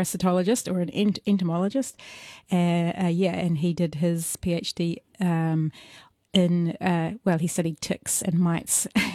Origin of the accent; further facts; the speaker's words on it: Hutt Valley, Wellington, New Zealand; I grew up out in the Hutt Valley. I guess I was on the right side of the tracks.